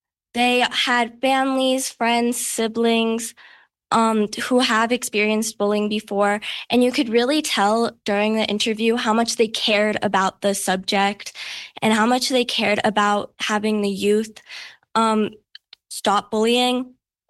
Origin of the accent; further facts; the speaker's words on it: New Mexico, United States; I'm 14. My pronouns are she, her. I identify as Nuevo Mexicana, Chicana.